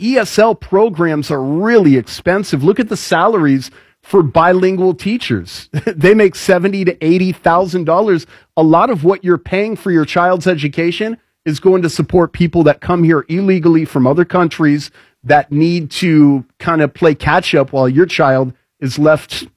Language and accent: English; California, United States; I grew up in Southern California. Quick background on me. I grew up in a very diverse culture. Southern California, and half of our school was Spanish speaking